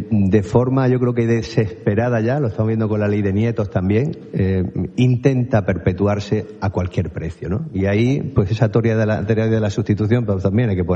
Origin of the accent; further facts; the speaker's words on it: El Ejido, Andalusia, Spain; Yo vengo del Ejido y ha crecido, el Ejido ha crecido, pues imagínate, en menos de medio siglo ha podido crecer en 80.000 habitantes